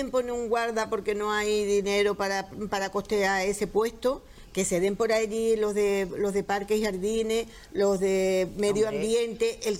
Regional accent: Cádiz, Andalusia, Spain; Bueno, yo soy como dicen, inmigrante, ¿no? Yo soy inmigrante de otro.

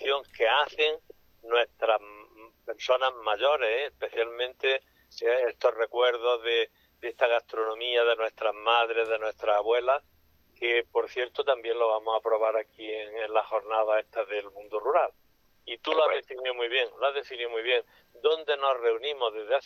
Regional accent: Valdepeñas de Jaén, Andalusia, Spain; el término de Valdepeñas de Jaén, de donde soy yo

